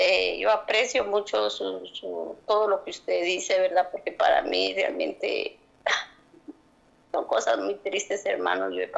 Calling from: Boca del Monte, Guatemala Department, Guatemala; Yo vivo en Boca del Monte, hermano.

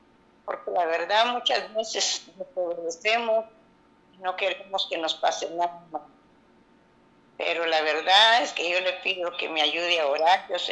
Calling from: Santa Catarina, Nuevo León, Mexico; de Santa Catarina.

